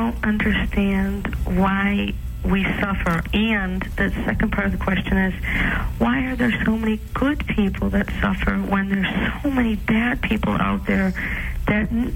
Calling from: East Longmeadow, Massachusetts, United States; I'm from East Longmeadow, Massachusetts.

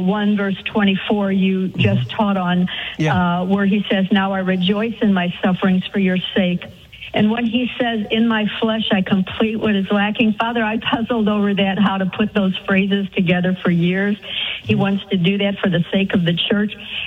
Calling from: St. Louis, Missouri, United States; Hi, Father, from St. Louis, but now in Kansas City.

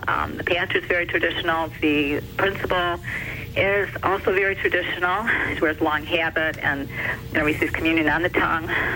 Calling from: Livonia, Michigan, United States; I'm calling from Livonia, Michigan

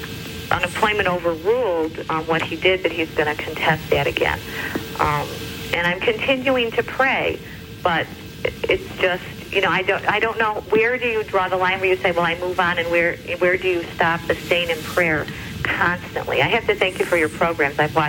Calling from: Pennsylvania, United States; Hi, I'm from Pennsylvania.

